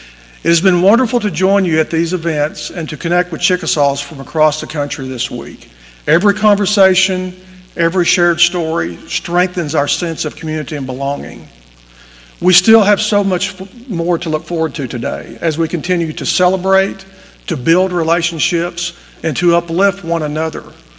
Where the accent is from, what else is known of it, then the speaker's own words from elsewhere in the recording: Tishomingo, Oklahoma, United States; our historic capital of Tishomingo. And this is my hometown, born and raised here. Love it here, still live here.